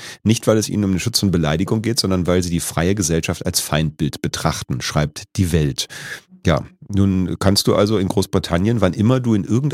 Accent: Berlin, Germany; ich komme aus dem Nachbarbezirk Zehlendorf, jetzt ist das ja eingemeindet worden, ist jetzt Steglitz-Zehlendorf gehören zusammen

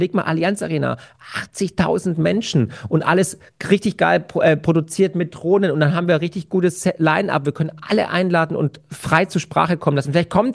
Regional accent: Germany; weil ich da als Deutscher natürlich völlig Exot war

